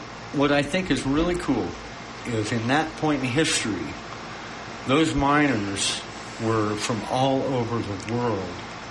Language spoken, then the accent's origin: English; Colorado, United States; I was born in Colorado, so, you know, I was raised here, so I was born a Broncos fan.